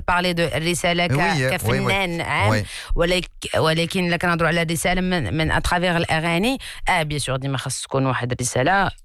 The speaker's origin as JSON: {"language": "Arabic", "town": "Casablanca", "region": "Casablanca-Settat", "country": "Morocco", "tie": "born or raised there", "said": "لانني انا بنت الدار البيضاء"}